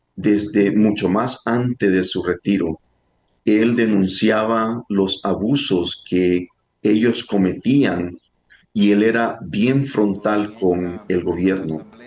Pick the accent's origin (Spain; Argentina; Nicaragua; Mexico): Nicaragua; Yo hablo como nicaragüense. Yo conozco muy bien la realidad de Nicaragua.